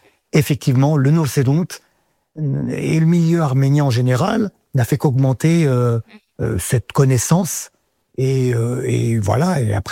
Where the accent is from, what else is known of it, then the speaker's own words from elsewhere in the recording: Alfortville, Île-de-France, France; parce que moi j'ai vécu qu'à Alfortville, hein, j'ai grandi à